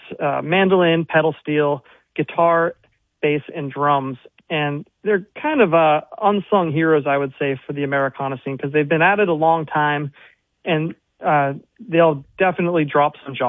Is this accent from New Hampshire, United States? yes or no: yes; New Hampshire, United States; now in Hudson Valley, New York, United States; apart from me, who grew up in New Hampshire